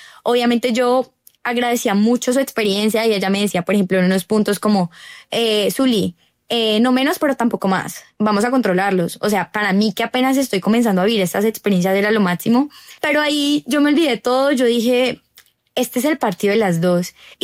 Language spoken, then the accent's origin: Spanish; Colombia; no soy la única de Colombia